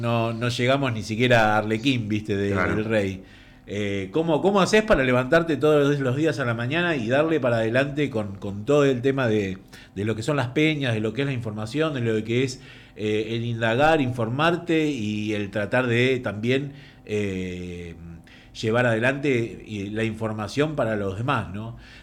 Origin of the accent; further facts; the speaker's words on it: La Plata, Buenos Aires Province, Argentina; somos de La Plata